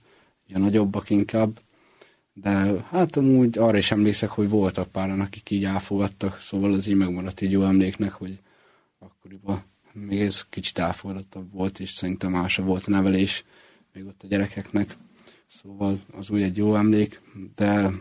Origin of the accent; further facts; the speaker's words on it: Mezőberény, Békés, Hungary; és utána leköltöztünk Békés megyébe, azon belül Mezőberénybe. Utána ott töltöttem a gyerekkorom, egészen 8 éves koromig, elég szegény körülmények közt.